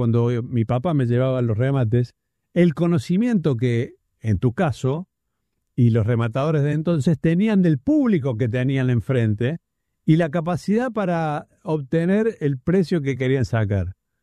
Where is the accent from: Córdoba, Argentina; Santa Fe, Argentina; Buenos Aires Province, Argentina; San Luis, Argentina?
Córdoba, Argentina; Villa María; la zona donde yo me crié, en Villa María